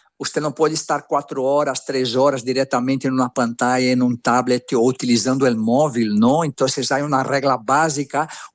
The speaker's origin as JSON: {"language": "Catalan", "country": "Brazil", "second_language": "Catalan", "said": "No, sóc brasiler, però mig català."}